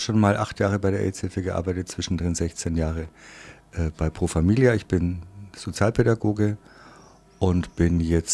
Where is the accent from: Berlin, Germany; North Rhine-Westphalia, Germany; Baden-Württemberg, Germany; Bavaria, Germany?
Bavaria, Germany; moved away as an adult; now in Nuremberg, Germany; ich komme aus der Oberpfalz, ich lebe seit 43 Jahren in Nürnberg, Fürth